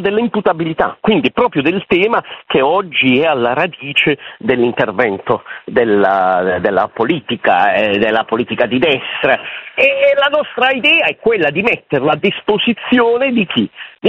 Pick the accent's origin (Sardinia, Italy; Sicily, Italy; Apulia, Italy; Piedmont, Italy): Apulia, Italy; Bari; born or raised there; moved away